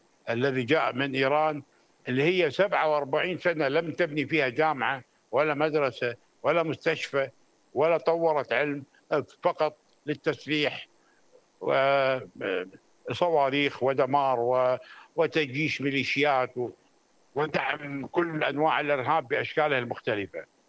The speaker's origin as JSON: {"language": "Arabic", "country": "Kuwait"}